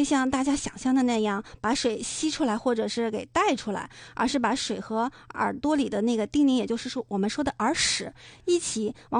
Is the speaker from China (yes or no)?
yes; Dalian, Liaoning, China; 离岸流呢就是我们大连人说的那个溜子。